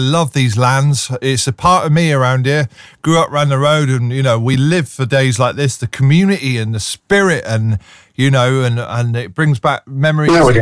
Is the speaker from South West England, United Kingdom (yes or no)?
yes; South West England, United Kingdom; So I'm from Cornwall, so we like hills